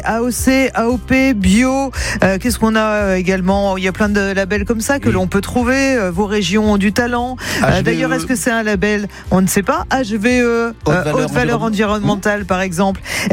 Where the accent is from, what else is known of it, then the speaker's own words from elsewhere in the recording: Auvergne-Rhône-Alpes, France; Bon, chez nous, en Drôme Ardèche, c'est plutôt fromage de chèvre et de brebis.